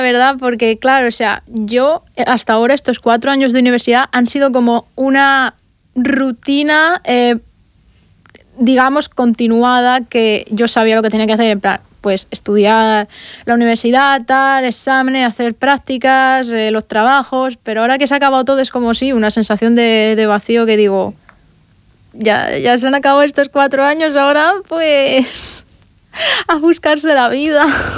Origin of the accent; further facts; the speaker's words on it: Hellín, Castilla-La Mancha, Spain; moved away as an adult; now in Murcia, Spain; Yo en mi caso me he salido de mi pueblo, estoy aquí viviendo en Murcia.